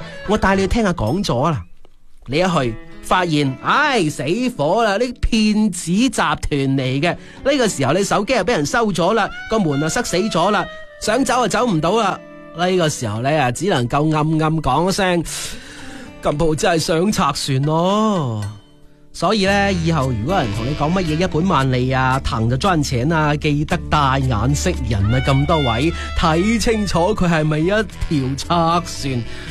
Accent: Guangdong, China; 呢一句说话体现出我哋广东人好务实、好拼搏嘅精

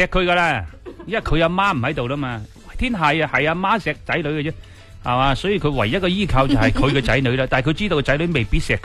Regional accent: Foshan, Guangdong, China

